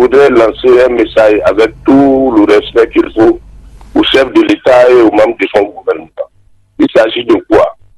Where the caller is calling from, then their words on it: Parakou, Borgou, Benin; j'appelle de Parako.